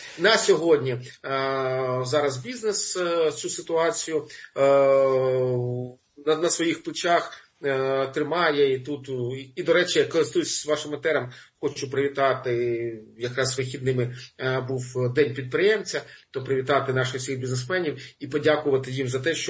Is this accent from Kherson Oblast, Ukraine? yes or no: no; Kharkiv, Kharkiv Oblast, Ukraine; Харків готовий, це моє рідне місто.